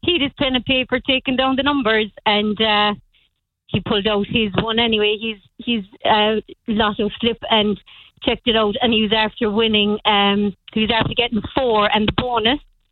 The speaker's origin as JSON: {"language": "English", "town": "Waterville", "region": "Munster", "country": "Ireland", "said": "No, I'm originally from Waterville in County Kerry."}